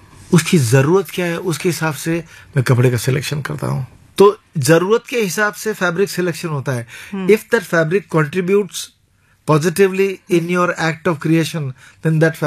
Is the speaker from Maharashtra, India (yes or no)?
yes; Maharashtra, India; और मैं खास करके महाराष्ट्र में बड़ा हुआ पला हुआ, तो वहां पर मुझे अभंग में काफी रुचि रही है